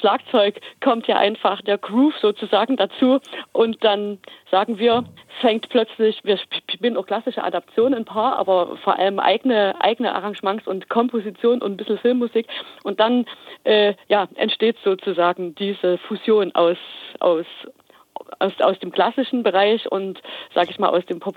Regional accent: Dresden, Saxony, Germany; Und wir freuen uns, liebe Thüringer, wir kommen aus Dresden, wenn wir euch in Rudolstadt treffen.

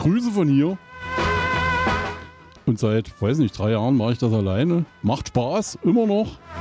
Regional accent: Eisenach, Thuringia, Germany; ich komme aus Eisenach

